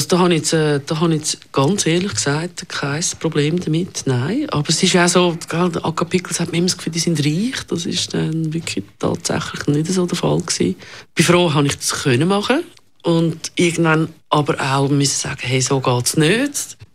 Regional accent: Zurich, Switzerland; Also ich kann, man muss wissen, ich bin im Niederdorf aufgewachsen. Mein Vater hat 40 Jahre lang an der Luisenstrasse im Kreis 5 Büro gehabt. Ich kenne den Kreis 5 schon wirklich seit Kind.

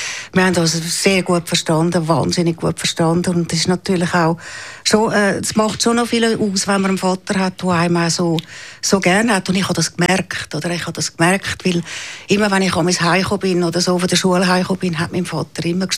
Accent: Zurich, Switzerland; also born or lived in Uitikon / Baden; Ich bin am Zürichberg aufgewachsen. Zuerst in Uitikon, in Waldeck, dann in Baden.

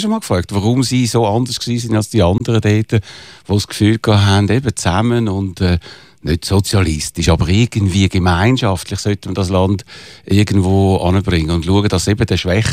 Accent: Zurich, Switzerland; Im Kreis 4, ich komme aus dem Kreis 4

